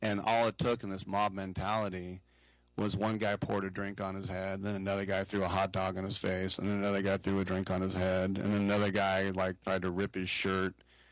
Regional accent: California, United States; just as a Californian

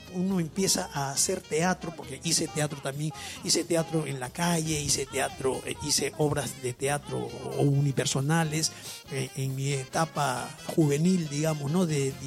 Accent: Piura, Peru; moved away; yo vengo de Piura en el año 81 y pues como todo provinciano, tímido, me gustaba cantar, me gustaba bailar. Ya venía de Piura siendo campeón nacional de marinera y de tondero en el Club Grau de Piura.

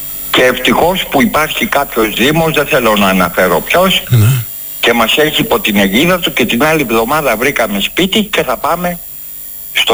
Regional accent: Greece; ως Έλληνες

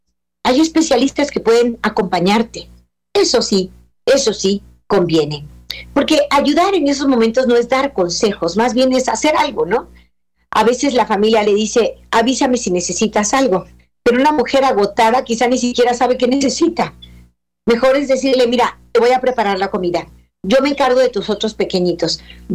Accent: Mexico; En una emergencia en México, hay que acudir a urgencias en mi país

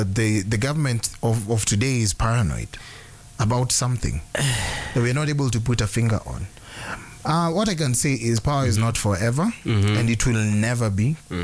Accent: Kenya; I'm a Kenyan.

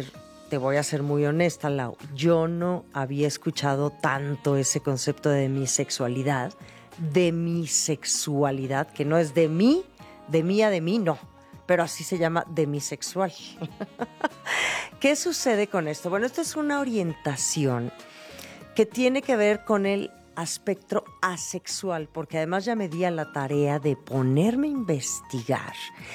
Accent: Mexico; nuestra nacionalidad como mexicanos

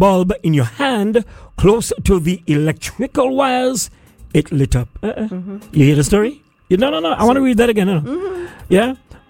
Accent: Montserrat; if for example, you ask me where I come from, I come from Carkill, that is Montserrat.

